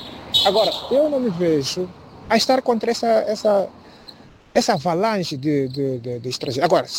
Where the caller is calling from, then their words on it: Mozambique; Aqui em Moçambique, estou a dar exemplo de Moçambique, porque eu sou moçambicano, estou aqui agora